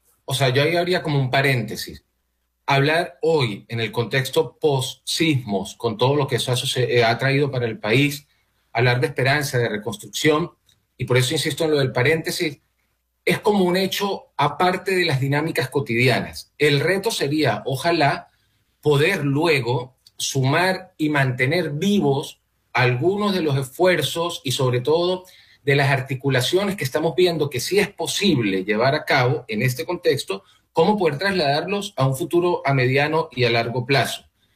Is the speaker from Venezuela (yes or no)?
yes; Venezuela